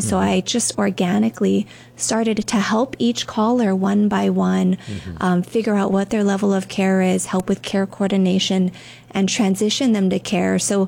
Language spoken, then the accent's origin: English; Kaneohe, Hawaii, United States; Thank you. I am proud to say that I'm from Kaneohe, Windward Side.